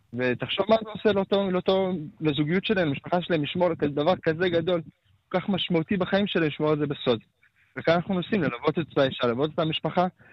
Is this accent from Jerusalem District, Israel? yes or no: yes; Jerusalem, Jerusalem District, Israel; אני מירושלים